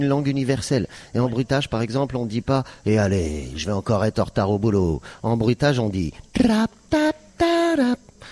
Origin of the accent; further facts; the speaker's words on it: Lyon, Auvergne-Rhône-Alpes, France; Moi, je viens de Lyon.